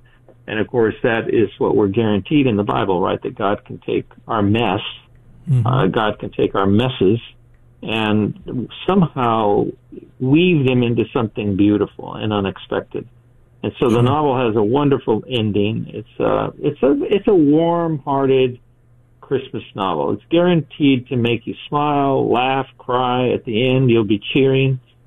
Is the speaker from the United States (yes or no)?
yes; Los Angeles, California, United States; I was born in East L.A. To a working-class family.